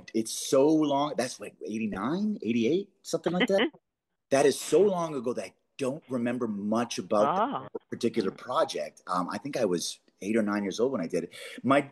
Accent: Canada; I'm Canadian. I love Canada, born and raised.

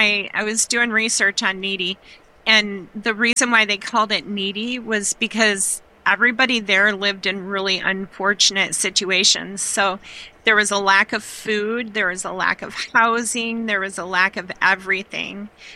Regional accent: Michigan, United States; now in Oregon, United States; when I grew up in Michigan

